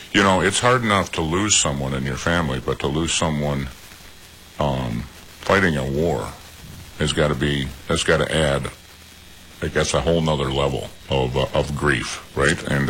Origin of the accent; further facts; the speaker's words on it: South Dakota, United States; now in Redwood Falls, United States; I'm a South Dakota native, but I can be buried here in Redwood Falls if I want, I'm a veteran.